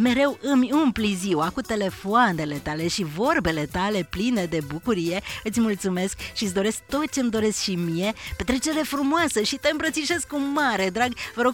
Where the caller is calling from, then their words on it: Tenerife, Canary Islands, Spain; din Tenerife.